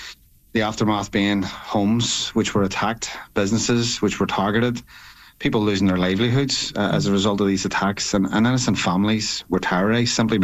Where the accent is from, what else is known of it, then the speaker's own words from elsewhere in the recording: Belfast, Northern Ireland, United Kingdom; You know, I grew up in West Belfast, which is a nationalist area. And, you know, I grew up hearing stories of people in my own community who were burned out simply because of their religion.